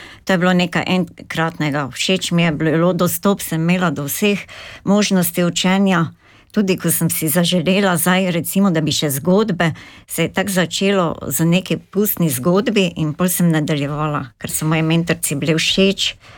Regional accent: Slovenska Bistrica, Drava, Slovenia; prihajam iz Slovenske Bistrice, sem tudi mama 6 otrok in babica 7 vnukov.

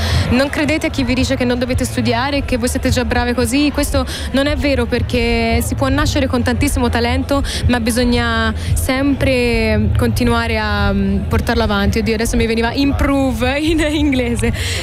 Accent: Tuscany, Italy; io sono toscana, ma adesso siamo in Slovenia

